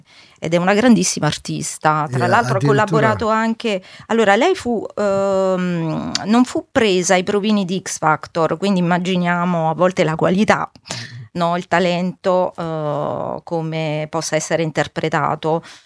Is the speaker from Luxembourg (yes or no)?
no; France; Da piccola in Francia mi piaceva meno, non riuscivano a pronunciarlo, allora